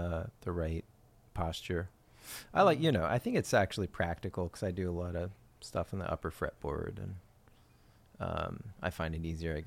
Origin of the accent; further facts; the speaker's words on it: United States; I'm an American mutt